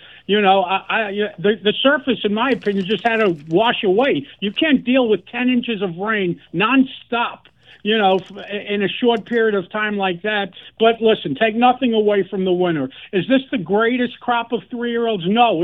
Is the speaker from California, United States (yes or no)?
no; New York, United States; when I was a kid growing up in New York